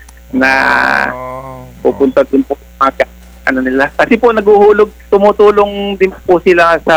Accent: Bulacan, Central Luzon, Philippines; Ako po kasi tubong Bulacan din, na palagi niyo po nababanggit dyan yung problemang baha sa Bulacan. Bulakenyo din. Actually, Bulakenyo po ako.

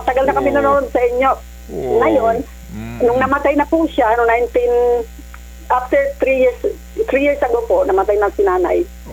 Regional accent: Eastern Visayas, Philippines; Eastern Samar, sir.

